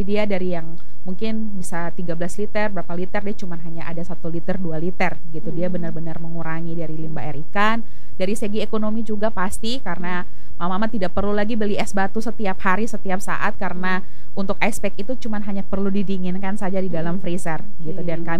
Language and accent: Indonesian; Alor, East Nusa Tenggara, Indonesia; kami anak asli Alor